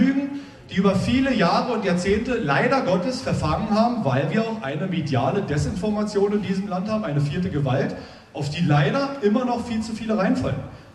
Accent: Tangermünde, Saxony-Anhalt, Germany; Ich bin Altmerker, ich komme aus Tangermünde.

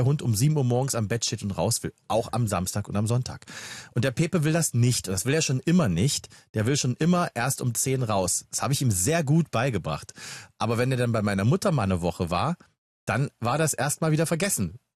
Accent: Germany; also born or lived in Berlin / Magdeburg; Für mich als Berliner Magdeburger

